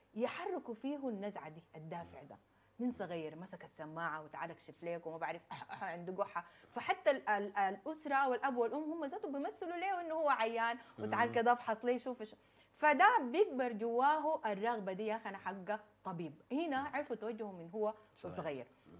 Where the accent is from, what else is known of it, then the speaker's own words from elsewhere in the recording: Sudan; الظروف اللي مرينا بها كسودانيين